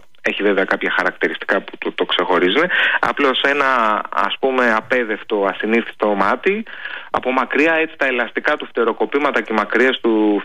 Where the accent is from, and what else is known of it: Greece